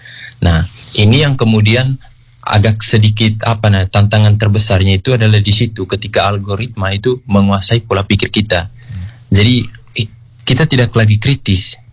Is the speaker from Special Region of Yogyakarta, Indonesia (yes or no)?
no; East Nusa Tenggara, Indonesia; Bahwa kita orang NTT lebih mudah mencerna bahasa lisan ketimbang bahasa tulisan.